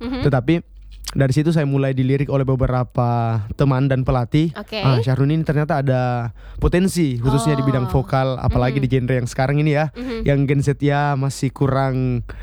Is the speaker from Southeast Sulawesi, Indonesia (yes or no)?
yes; North Kolaka, Southeast Sulawesi, Indonesia; Saya dari Kolaka Utara.